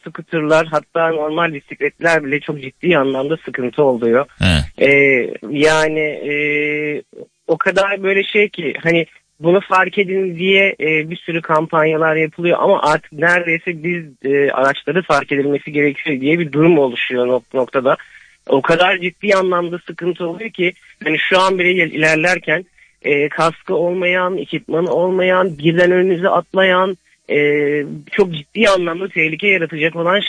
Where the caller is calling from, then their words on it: Istanbul, Turkey; İstanbul'dan arıyorum.